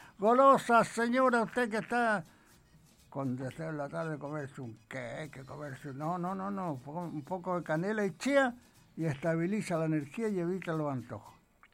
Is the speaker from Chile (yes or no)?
yes; Chile; Para eso somos chilenos.